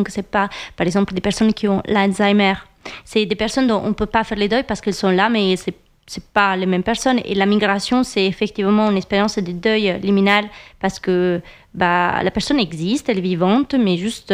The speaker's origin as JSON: {"language": "French", "country": "Italy", "second_language": "French", "moved": "yes", "lives_now": "France", "said": "moi je suis italienne et ça fait des années que je suis en France"}